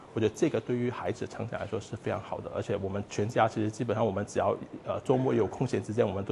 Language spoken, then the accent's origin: Chinese; Macau; 因为我从小是在澳门长大的，澳门大家都知道是一个地少人多的一个地方，它人口密度是全世界排在前列的这样一个城市